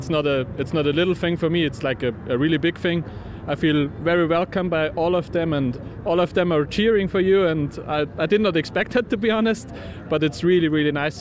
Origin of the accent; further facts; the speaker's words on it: Upper Austria, Austria; Yeah, I'm from Austria, Upper Austria.